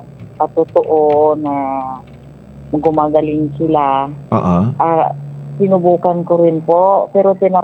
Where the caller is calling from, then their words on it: Santa Cruz, Mimaropa, Philippines; Sa Santa Cruz, Occidental Mindoro.